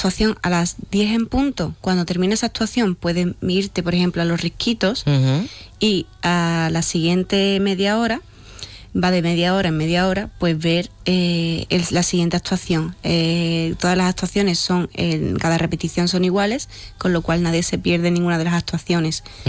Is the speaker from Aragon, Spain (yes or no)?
no; Aroche, Andalusia, Spain; Yo en ese tiempo era guía de turismo de mi pueblo.